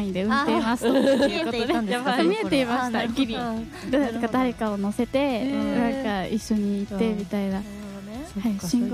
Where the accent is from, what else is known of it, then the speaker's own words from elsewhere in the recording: Hiroshima, Japan; 地元が広島なんですけど、